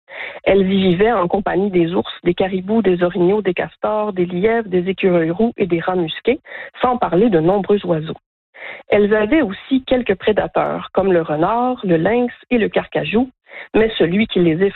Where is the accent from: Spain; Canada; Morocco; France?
Canada; Quebec; les décors là, de rivières de mon coin de pays.